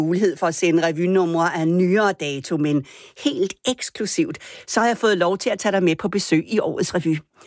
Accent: Odense, Region of Southern Denmark, Denmark; jeg holder nu her i min hjemby Odense

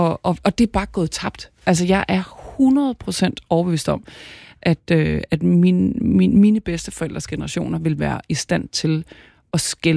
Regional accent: Capital Region of Denmark, Denmark; Det ligner noget hjemme i Nordsjælland.

